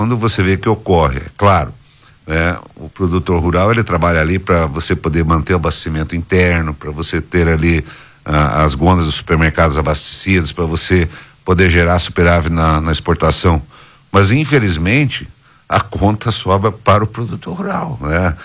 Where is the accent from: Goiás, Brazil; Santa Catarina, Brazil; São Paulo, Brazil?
Goiás, Brazil; born there; moved away; a oportunidade de nascer em Goiás. Eu adoro o meu estado, adoro a minha cidade, adoro o lugar lá onde eu nasci, lá no meio da roça.